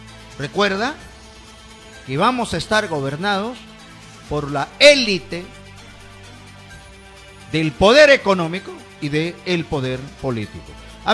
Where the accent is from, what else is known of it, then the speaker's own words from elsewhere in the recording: Peru; le pagamos los peruanos